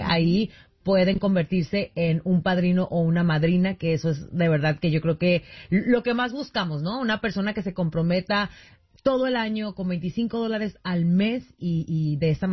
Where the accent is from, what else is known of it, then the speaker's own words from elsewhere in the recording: Mexico; porque desde que yo crecí, crecí en México, y en México el Teletón tiene muchísimos años.